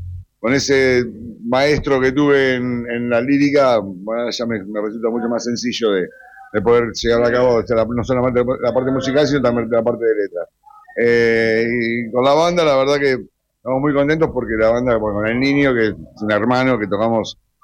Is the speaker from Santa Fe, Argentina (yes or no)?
no; San Nicolás de los Arroyos, Buenos Aires Province, Argentina; Yo soy de San Nicolás. Así que viajo cerca de seguido acá a Rosario